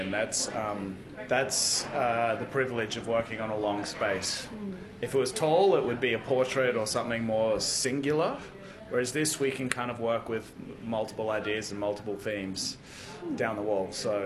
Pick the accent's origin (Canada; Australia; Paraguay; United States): Australia; Brisbane, Queensland; I do really enjoy working in Australia and working in my hometown, whether it's in Brisbane or regional community.